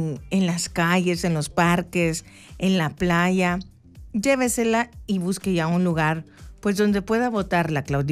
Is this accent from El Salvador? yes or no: yes; El Salvador